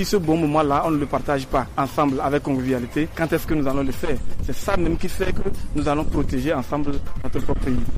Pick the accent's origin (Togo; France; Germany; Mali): Togo; Nous sommes tous des Togolais.